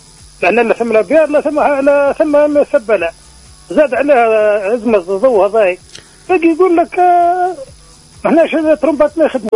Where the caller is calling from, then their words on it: Tunisia; بس معك … من كسر السلطان